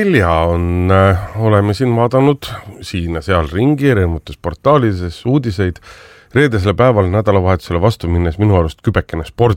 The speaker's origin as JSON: {"language": "Estonian", "town": "Tartu", "region": "Tartu County", "country": "Estonia", "tie": "born there", "said": "ma olen sünnilt olen tartlane ja olen alati Tartut Eesti kõige paremaks linnaks pidanud"}